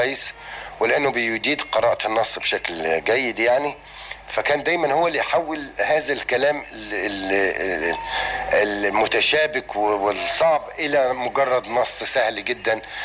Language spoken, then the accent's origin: Arabic; Upper Egypt, Egypt; انا بليغ صعيدي، وان كان يبان ان انا الصعيدي مش بليغ.